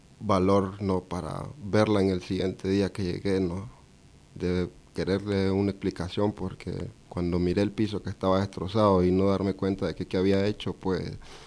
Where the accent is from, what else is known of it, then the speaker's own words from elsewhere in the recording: Nicaragua; moved away as an adult; now in Spain; creí que iba a volverme a Nicaragua